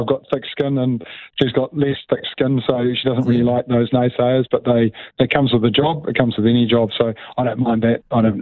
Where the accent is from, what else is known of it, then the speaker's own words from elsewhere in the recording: Whanganui, Manawatū-Whanganui, New Zealand; moved away as an adult; also born or lived in Melbourne; I was born here in Whanganui, in the day Neil Armstrong walked on the moon, actually. brought up on a hill country farm.